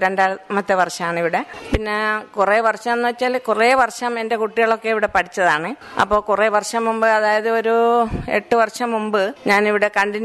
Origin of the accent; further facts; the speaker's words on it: Kalpeni, Lakshadweep, India; now in Kavaratti, India; ഞാൻ കൽപ്പേനി സ്വദേശിയാണ്.